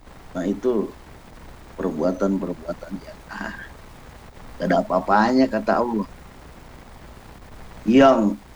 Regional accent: Bandung, West Java, Indonesia; Nah, kita orang Bandung ini penuh kekhawatiran.

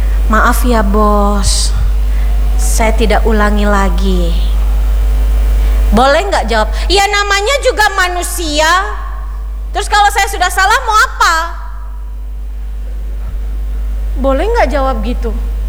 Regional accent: Indonesia; Kita orang Indonesia terkenal akan etikanya. Kita orang Indonesia itu terkenal akan kesopanannya

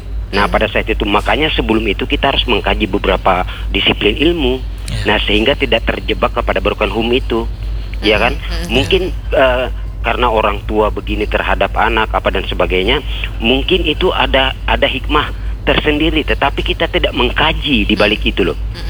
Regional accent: South Kalimantan, Indonesia; Nah, jadi ujar orang Banjar, ujar orang kita Banjar nih, biar tua tapi masih ahoy.

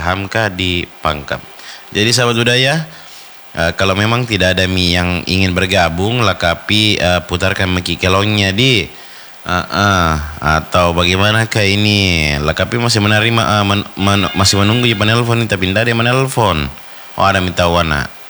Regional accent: Pinrang, South Sulawesi, Indonesia; Saya orang Pinrang.

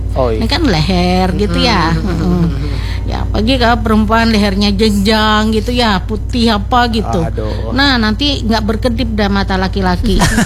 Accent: South Kalimantan, Indonesia; Kalau berbicara tentang hal tersebut, yang pertama sebagai orang Banjar ya, hendaknya tradisi-tradisi kita yang baik itu diteruskan.

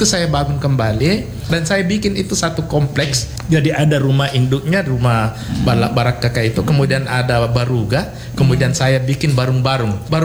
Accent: Galesong, South Sulawesi, Indonesia; Jadi kalau belakangan ada yang tanya, kamu kan saya orang Galesong, ada rumah adat saya di Galesong.

